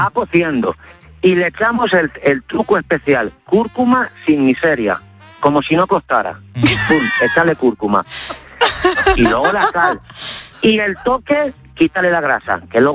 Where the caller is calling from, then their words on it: La Solana, Castilla-La Mancha, Spain; Yo soy de La Solana, Ciudad Real.